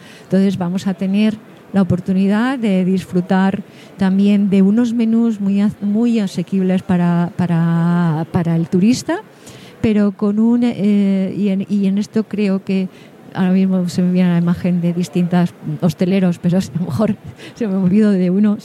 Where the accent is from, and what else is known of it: Salamanca, Castile and León, Spain